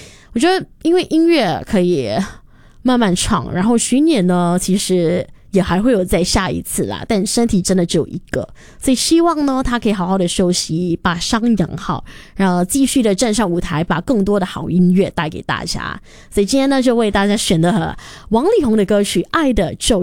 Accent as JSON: {"language": "Chinese", "country": "Singapore", "tie": "born or raised there", "said": "小时候经常我是在东部长大的啦"}